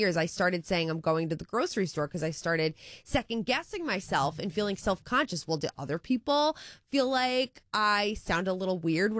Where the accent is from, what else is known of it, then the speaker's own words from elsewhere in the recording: Cranston, Rhode Island, United States; I'm from Cranston and we say we're going to the market, okay?